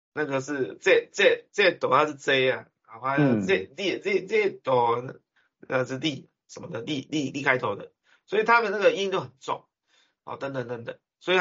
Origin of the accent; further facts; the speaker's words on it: Taiwan; 那先前法律算是定得很全，可是呢，我们台湾人就是法有法在那边，跟管不管是两件事嘛。